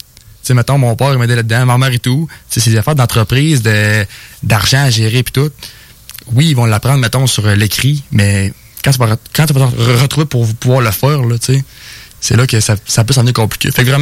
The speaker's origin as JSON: {"language": "French", "area": "Bellechasse", "region": "Quebec", "country": "Canada", "said": "Puis moi, ben, en fait, je viens de Bellechasse, je suis un gars du coin"}